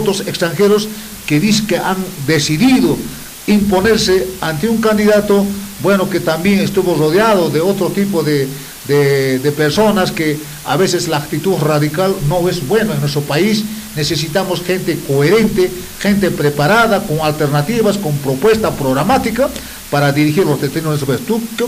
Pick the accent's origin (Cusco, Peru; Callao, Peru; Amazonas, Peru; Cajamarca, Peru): Cusco, Peru; Tenemos que ser orgullosos como cusqueños, como caneños